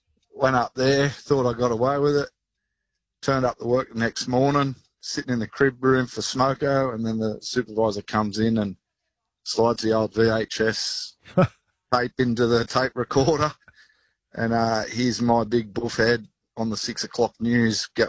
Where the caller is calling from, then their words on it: Newcastle, New South Wales, Australia; I'm from Newcastle